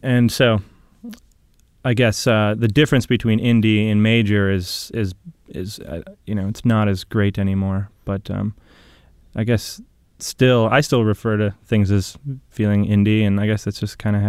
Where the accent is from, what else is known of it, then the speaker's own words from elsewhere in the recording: Fargo, North Dakota, United States; But, Ben and I growing up, you know, in Fargo, just south of the Canadian border